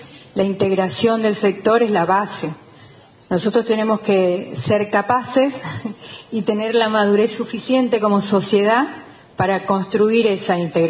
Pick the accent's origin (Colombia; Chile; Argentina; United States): Argentina; Eldorado, Misiones; de Misiones, un paisaje totalmente distinto.